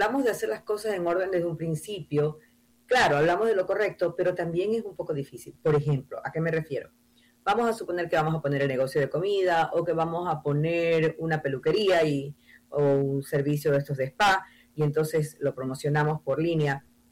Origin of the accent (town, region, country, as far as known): Ecuador